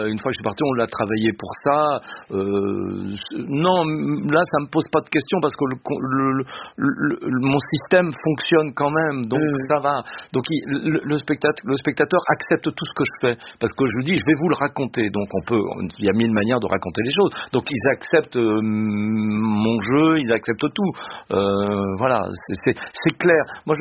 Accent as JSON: {"language": "French", "town": "Le Havre", "region": "Normandy", "country": "France", "said": "Moi, je suis du Havre."}